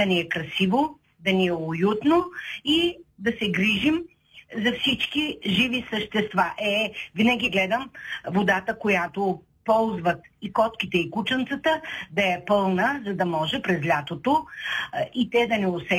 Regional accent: Shumen, Shumen Province, Bulgaria; от Шумен.

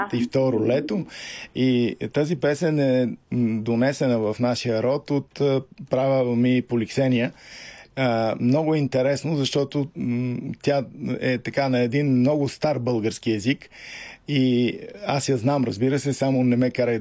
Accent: Sofia, Sofia City, Bulgaria; ми тук от София сме, ама рода ми е от Охрид.

